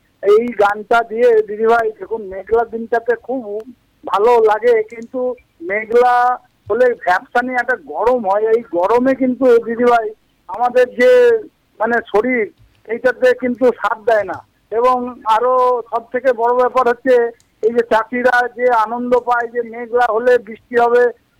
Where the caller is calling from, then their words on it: Budbud, West Bengal, India; আমি পূর্ব বর্ধমান জেলার বুধবুর থেকে